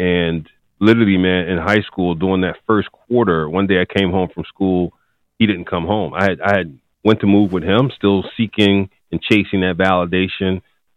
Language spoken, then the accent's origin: English; Philadelphia, Pennsylvania, United States; Well, you know, North Philly was tough back then. Athens Butler was considered at that time, man, the drug capital of the world, at least the United States. And I was one of those kids, I think, not unlike many, that had a rough childhood